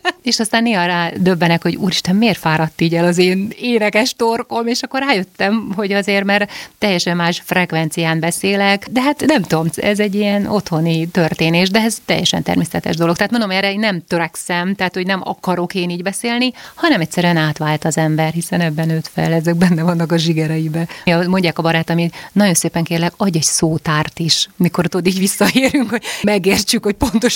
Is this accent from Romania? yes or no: yes; Székely Land, Romania; now in Budapest, Hungary; Például gyerekkoromban is valami problémám volt, akkor fogtam magam, és a házunkkal szembe lévő déloldalra kimentem, vagy lementem a Kükülőpartra